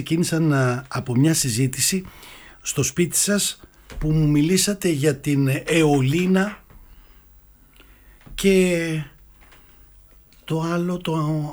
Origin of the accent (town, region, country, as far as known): Thessaly, Greece; accent: Thessalian